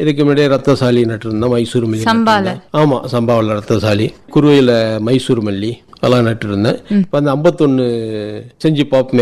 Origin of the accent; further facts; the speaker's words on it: Tamil Nadu, India; moved away as an adult; எனக்கு வந்து சொந்த ஊரு கொங்கராயன் மண்டபம், தரங்கம்பாடி தாலுகா, நெடுவாசல் பக்கம். அங்கதான் இருக்கேன் நானு.